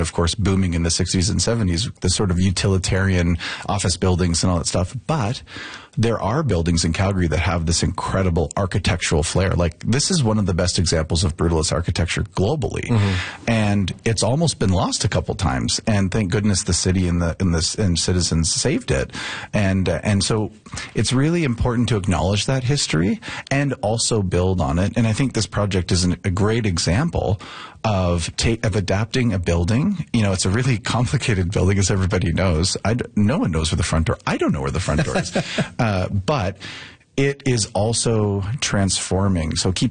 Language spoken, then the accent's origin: English; Ireland; now in Canada; I'm Irish as well.